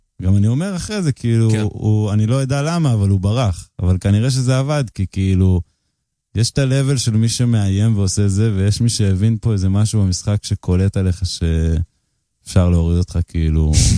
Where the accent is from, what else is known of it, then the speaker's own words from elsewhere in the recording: Jerusalem, Jerusalem District, Israel; זה בבית שלא נולדתי, אבל גדלתי בו רוב הילדות.